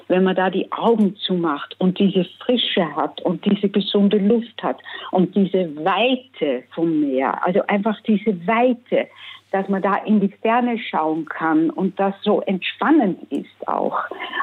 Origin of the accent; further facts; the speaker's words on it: Netherlands; German is a second language; Ich bin Niederländerin und die Niederlande hatten eine sehr große Seemacht.